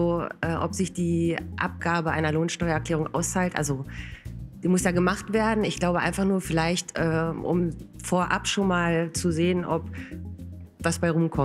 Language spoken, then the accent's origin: German; Gifhorn, Lower Saxony, Germany; Aus Gifhorn.